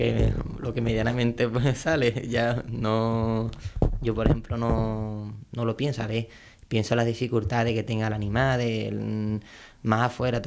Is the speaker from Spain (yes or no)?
yes; Chiclana de la Frontera, Andalusia, Spain; aunque yo sea de Chiclana.